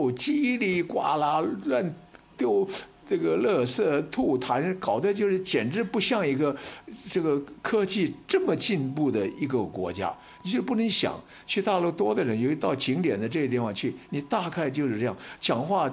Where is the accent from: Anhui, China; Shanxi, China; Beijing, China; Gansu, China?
Anhui, China; Hefei; now in Taiwan; 我是合肥人，安徽合肥人，家乡合肥